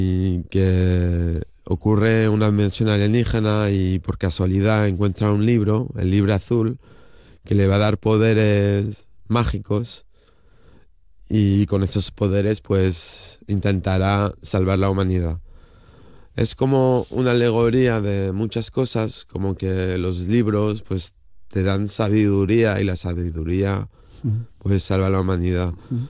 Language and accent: Spanish; Martinique; Yo nací en Martinica, que es una isla francesa, y bueno, de pequeño, bueno, no sé si tiene que ver, pero en el periódico de allí, de la isla